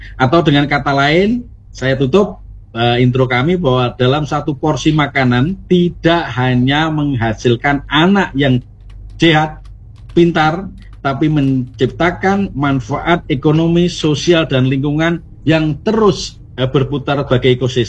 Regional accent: Bantul, Special Region of Yogyakarta, Indonesia; Karena saya orang Bantul

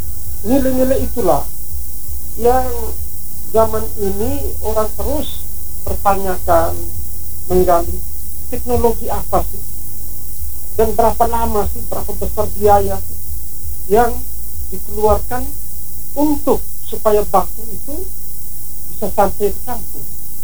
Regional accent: Wolotopo, East Nusa Tenggara, Indonesia; Jadi menjadi batu penyangga itu filosofi kami orang Dio, teristimewa di Wolotopo.

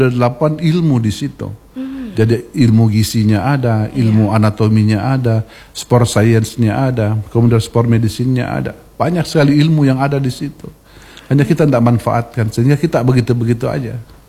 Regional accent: Makassar, South Sulawesi, Indonesia; Kita dari Makassar yang fanatisme banget dengan timnas

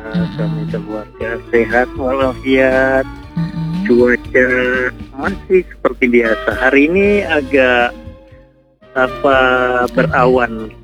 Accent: Merauke, South Papua, Indonesia; Oh iya, saya orang Merauke, lahir di Merauke.

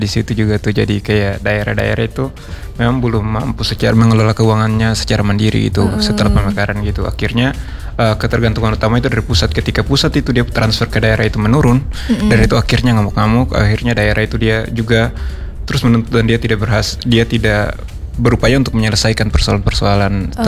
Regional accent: Maluku, Indonesia; daerah saya itu di Maluku itu dulu itu agak kesulitan sebenarnya untuk misalkan ke fasilitas kesehatan karena belum ada puskesmas yang terdekat, paling posyandu di kampung

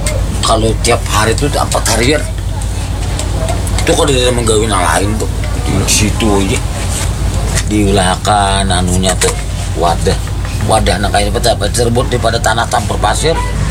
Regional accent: South Kalimantan, Indonesia; Tapi kalau kita orang Banjar, andap khas orang kita Banjar

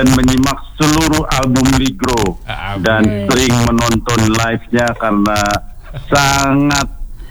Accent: Banten, Indonesia; Saya orang Banten, saya bukan orang Jakarta.

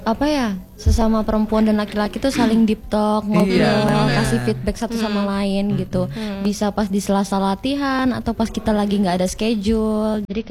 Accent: Riau Islands, Indonesia; aku kan asalnya Kepulauan Riau, which is suku aku juga Melayu gitu kan

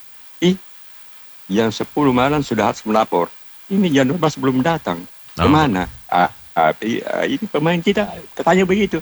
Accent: South Sulawesi, Indonesia; saya selaku orang Selatan tetap ingat PSM

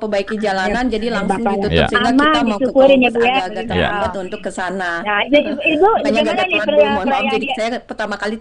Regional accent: Bekasi, West Java, Indonesia; Mbak Nadia saya dari Bekasi, tapi ibu saya sebetulnya orang Sunda dari Ciamis.

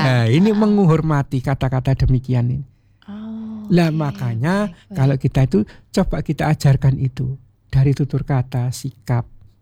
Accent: Java, Indonesia; saya dari Jawa Mbak ya, asli Jawa.

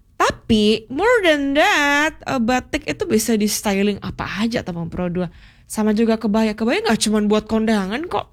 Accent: Bali, Indonesia; Zuzur, aku sebagai orang Bali sangat approve dengan ala-ala berkain tema

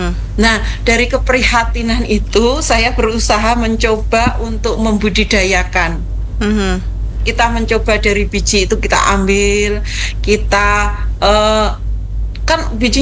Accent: Java, Indonesia; saya itu orang Jawa tapi masakan Banjar suka, Bu.

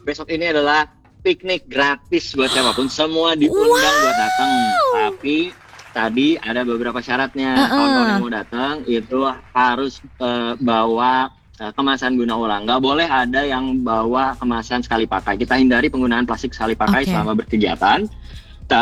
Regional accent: Bandung, West Java, Indonesia; kita sebagai warga Bandung

